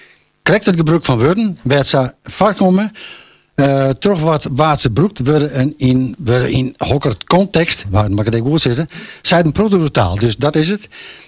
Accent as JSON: {"language": "Dutch", "town": "Emmen", "region": "Drenthe", "country": "Netherlands", "said": "ik kom uit Emmen, maar mijn mem is Friesk"}